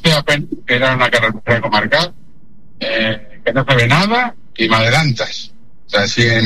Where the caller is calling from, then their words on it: Catalonia, Spain; yo trabajo aquí todos los días en Cataluña.